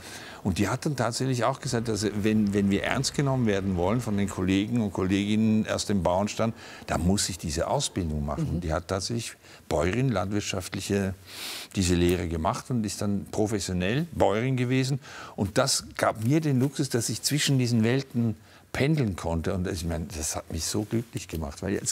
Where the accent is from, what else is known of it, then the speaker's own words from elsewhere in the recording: Switzerland; weil als Schweizer hast du das so in den Genen